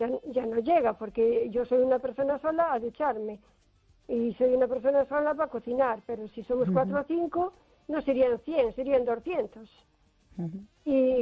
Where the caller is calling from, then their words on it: O Carballiño, Galicia, Spain; de Carballiño.